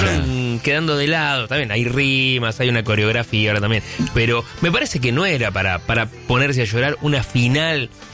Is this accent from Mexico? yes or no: no; Argentina; ¿Qué sé yo? Somos argentinos.